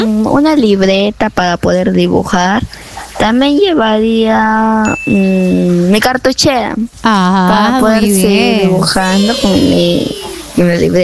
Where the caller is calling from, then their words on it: San Juan de Lurigancho, Lima, Peru; de San Juan de Digancho.